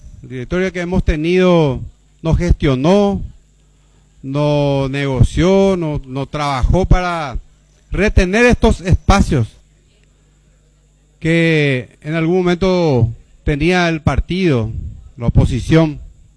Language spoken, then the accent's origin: Spanish; San Pedro de Ycuamandiyú, San Pedro, Paraguay; yo soy de San Pedro